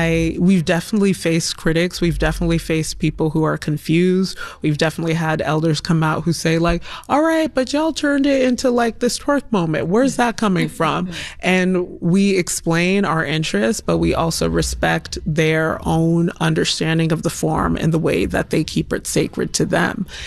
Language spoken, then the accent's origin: English; Stone Mountain, Georgia, United States; moved away; I grew up in Stone Mountain, Georgia